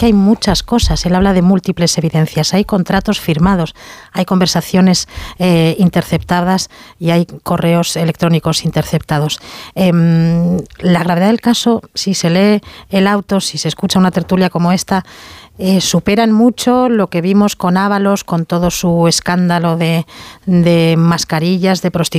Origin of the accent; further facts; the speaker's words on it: Spain; sino por el daño que nos hace como españoles a la imagen de nuestro país